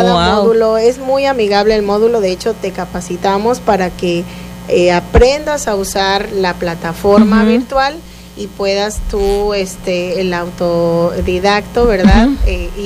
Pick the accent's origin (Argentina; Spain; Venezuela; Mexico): Mexico